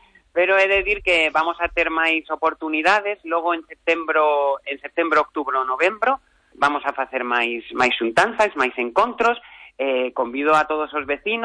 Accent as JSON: {"language": "Galician", "town": "El Escorial", "region": "Community of Madrid", "country": "Spain", "said": "eu justamente es que son de da sierra, son de El Escorial, entón é un pouco máis pequeno que a capitale"}